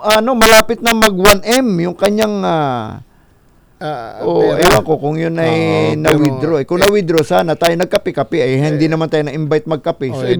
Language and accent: Tagalog; Quezon, Calabarzon, Philippines; Tagalog kami ni attorney. Taga Quezon kami.